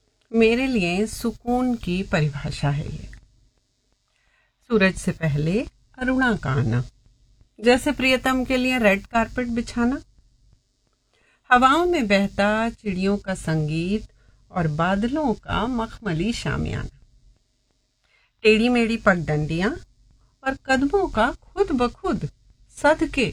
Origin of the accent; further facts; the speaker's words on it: Bareilly, Uttar Pradesh, India; now in Moradabad, India; मैं ओरिजिनली बरेली से हूँ।